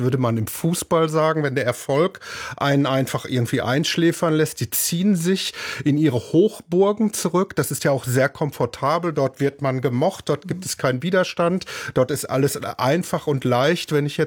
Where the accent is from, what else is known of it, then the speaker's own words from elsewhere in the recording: North Rhine-Westphalia, Germany; Ich bin im Ruhrgebiet aufgewachsen